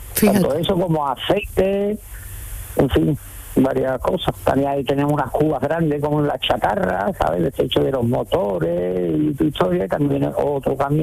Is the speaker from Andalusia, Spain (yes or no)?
yes; Montequinto, Andalusia, Spain; now in El Ronquillo, Spain; Yo soy de toda la vida de Dios de Montequinto.